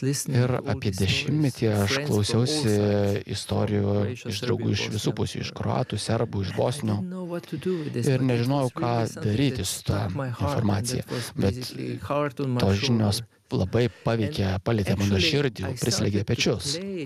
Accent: Slovenia; Aš esu iš Slovenijos

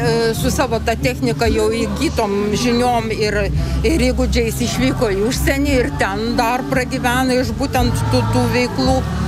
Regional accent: Šiauliai, Šiauliai County, Lithuania; born there; now in Akmenė, Lithuania; Aš labai esu lojali ir myliu Akmenę, nors gimiau Šiauliuose, bet nu, man Akmenė yra nepakartojama ir nepamainama.

